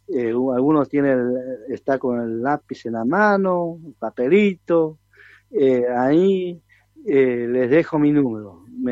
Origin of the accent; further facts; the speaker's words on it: La Candelaria, Santiago del Estero, Argentina; moved away; mi paraje, la Candelaria, del departamento Figueroa, Santiago del Estero, No se olviden que ahí yo soy de Sacha Ucumanta, como le digo, de Medio Monte.